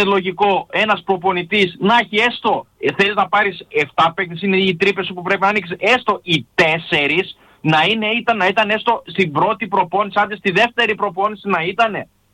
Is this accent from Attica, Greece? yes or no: no; Thessaloniki, Central Macedonia, Greece; now in Stavroupoli, Greece; Ασπρόμαυρη Σταυρούπολη διαμένω αυτή τη στιγμή και Ασπρόμαυρη Επτάλοφο μεγάλωσα στους παππούδες μου